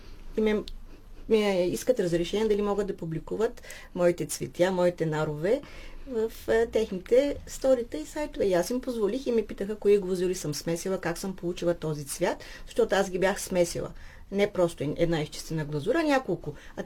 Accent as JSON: {"language": "Bulgarian", "town": "Kardzhali", "region": "Kardzhali Province", "country": "Bulgaria", "tie": "born or raised there", "moved": "yes", "lives_now": "Turkey", "said": "винаги нещо ми трепти, защото ми е роден град."}